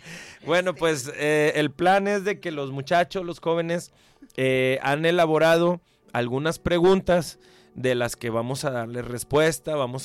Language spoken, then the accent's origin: Spanish; Mexico; Pero yo creo que aquí nosotros como mexicanos y en nuestra cultura de acá de América... realmente tenemos esa bendición de la etapa del noviazgo.